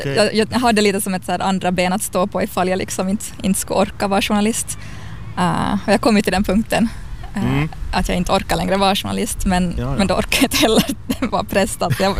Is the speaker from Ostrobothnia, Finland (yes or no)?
yes; Maxmo, Ostrobothnia, Finland; moved away as an adult; also born or lived in Turku; Ja, jag kommer från Maxmo-kärren. Men det är nog jättelänge sedan jag har bott där. Jag flyttade hemifrån som 18-åring till Åbo